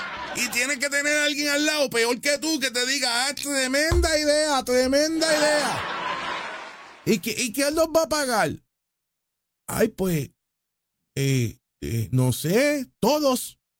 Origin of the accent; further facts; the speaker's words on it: Puerto Rico; Los latinos americanos somos nosotros, los boricuas. Nosotros somos el puertorriqueño.